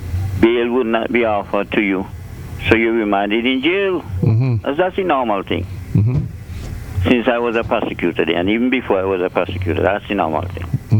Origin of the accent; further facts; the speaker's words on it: St. Vincent & Grenadines; moved away; he returned back to his hometown, St. Vincent and the Grenadines. That's my hometown too.